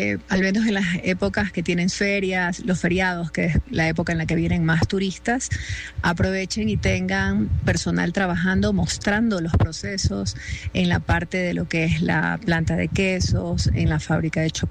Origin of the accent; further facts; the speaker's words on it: Guayaquil, Guayas, Ecuador; Buenos días … vengo de Guayaquil.